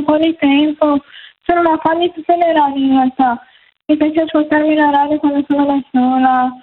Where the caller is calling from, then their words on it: Veneto, Italy; vengo dalla provincia di Treviso.